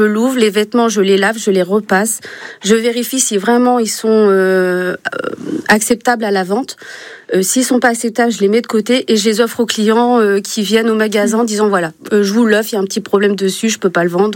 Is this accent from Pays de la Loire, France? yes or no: no; Méobecq, Centre-Val de Loire, France; Moi, à Méobecq, parce que je suis originaire de Méobecq, on n'a que des personnes âgées qui se déplacent pas.